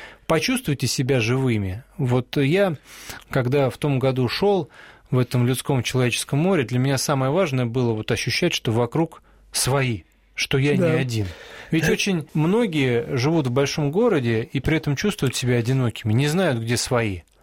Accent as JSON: {"language": "Russian", "region": "Moscow", "country": "Russia", "tie": "born or raised there", "said": "Мы с Романом коренные москвичи оба, и очень радуемся, когда есть возможность всем вместе почтить память святых Московского собора."}